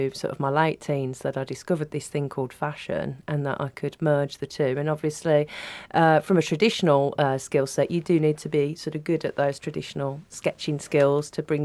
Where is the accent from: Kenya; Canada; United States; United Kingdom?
United Kingdom; Walsall, West Midlands; born there; I was born in Warsaw